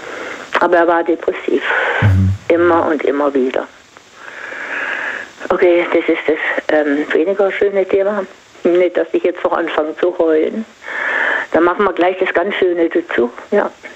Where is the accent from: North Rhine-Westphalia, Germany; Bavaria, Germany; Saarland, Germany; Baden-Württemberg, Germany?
Baden-Württemberg, Germany; Singen; ich komme ja aus Singen